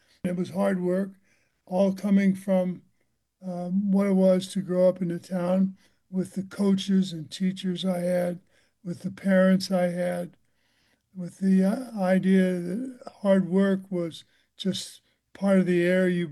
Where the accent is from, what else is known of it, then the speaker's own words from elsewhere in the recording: Missouri, United States; moved away as an adult; also born or lived in New Jersey; growing up in small town Missouri was a gift in a way, and it encouraged me to set high goals. I think that the Midwest was, it was faith-based